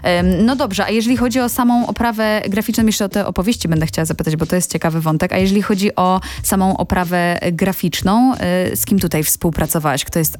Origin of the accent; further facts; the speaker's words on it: southern Poland, Poland; ja też jestem z południa Polski.